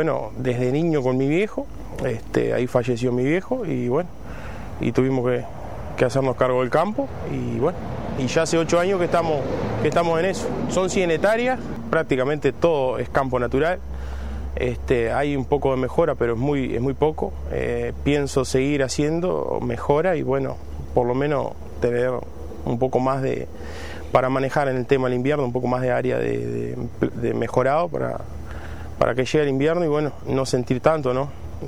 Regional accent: Tacuarembó, Uruguay; soy del departamento de Tacuarembó, estoy ubicado en la zona de Pampa, Ruta 5, bueno, frente al Parque Eólico Pampa.

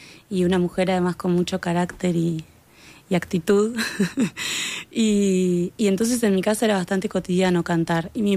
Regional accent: Ciudad de la Costa, Canelones, Uruguay; also born or lived in Montevideo; now in Neptunia, Uruguay; Me crié en la ciudad de La Costa, en Lomas de Solimar.

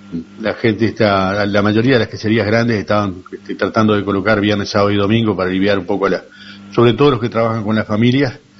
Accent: Uruguay; somos uruguayos.

